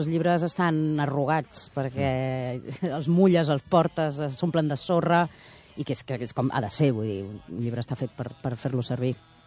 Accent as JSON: {"language": "Catalan", "town": "Barcelona", "region": "Catalonia", "country": "Spain", "tie": "born or raised there", "also_born_or_lived": "Oviedo", "said": "jo vaig arribar aquí a Barcelona, a Catalunya, quan tenia un any. Llavors, el d'Oviedo sempre és anecdòtic, però no sóc d'Oviedo, realment. Ho poso el DNI i prou."}